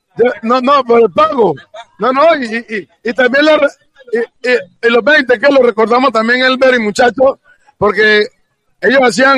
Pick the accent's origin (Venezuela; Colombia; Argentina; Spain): Colombia; Buenaventura, Valle del Cauca; moved away; Nunca me puedo olvidar de mi tierra, del barrio de la Independencia.